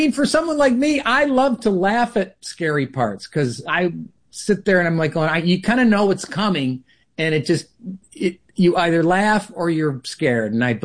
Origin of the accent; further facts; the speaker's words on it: Clifton Springs, New York, United States; I said, I'm from upstate New York. I grew up in upstate New York.